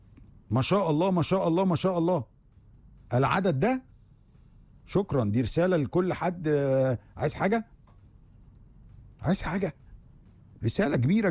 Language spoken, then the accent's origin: Arabic; Egypt; احنا كمصريين